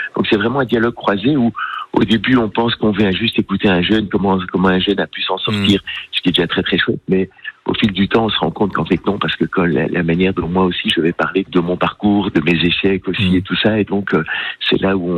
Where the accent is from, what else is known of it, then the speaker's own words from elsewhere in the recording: Belgium; Je viens de Belgique, il vient de Marseille.